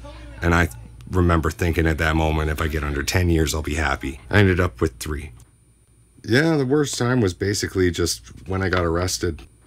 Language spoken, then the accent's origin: English; Vancouver, British Columbia, Canada; I'm from the Cayuga Checklesset tribe in Vancouver, British Columbia.